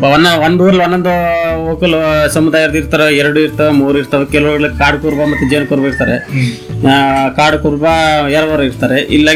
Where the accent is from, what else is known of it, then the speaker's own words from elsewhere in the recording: Karnataka, India; born there; ಈಗ ನಮ್ಮ ಪಕ್ಕದಲ್ಲಿ ಕುಡ್ಗಿ ಇದೆ, ಈಗ ನಮ್ದು ಕುಡ್ಗಿ ಆಡಿ